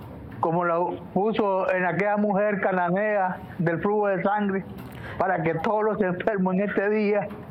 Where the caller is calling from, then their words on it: Matagalpa, Nicaragua; Somos de Nicaragua, de Matagalpa, de Ciudad Arido.